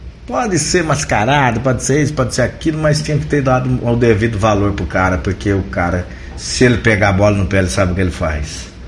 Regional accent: Brazil; nós somos brasileiros.

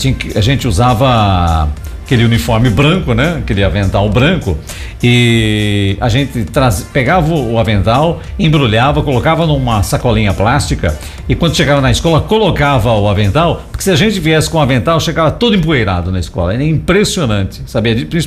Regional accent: Taquaritinga, São Paulo, Brazil; born there; eu vim de Jardineira, não tinha nem asfalto, demorava uma hora para vir de Vila Alegre a Taquaritinga

